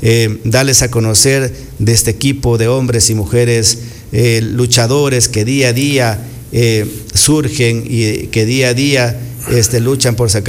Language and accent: Spanish; Paquisha, Zamora-Chinchipe, Ecuador; la gente nos conoce que somos hijos de Paquisha.